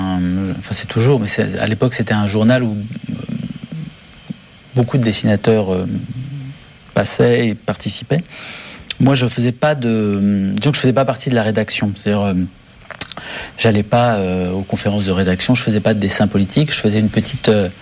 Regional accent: Syria; comme on posait cette question énormément quand j'étais enfant, notamment en Syrie, où les gens dans le village se demandaient

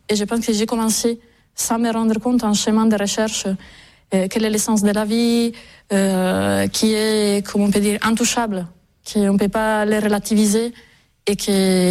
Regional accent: Sardinia, Italy; born there; French is a second language; moved away as an adult; Je suis née en Sardaigne. Mais à 18 ans, c'est le moment de choisir. Donc je suis partie à Rome pour faire mes études à l'Université de Rome.

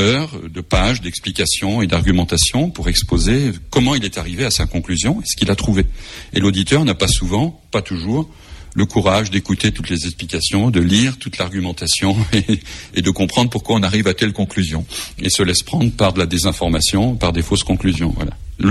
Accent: Lyon, Auvergne-Rhône-Alpes, France

